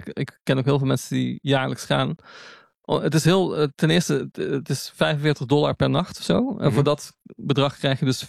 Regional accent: Netherlands; now in United States; En dat zeg ik wederom niet als Nederlander.

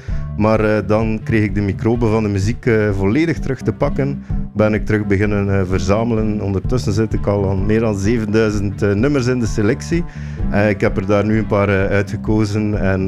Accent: Flanders, Belgium; Sorry, ik ben zelf ook een West-Vlaming.

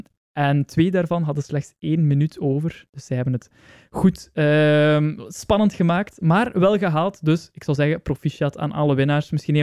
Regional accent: Belgium

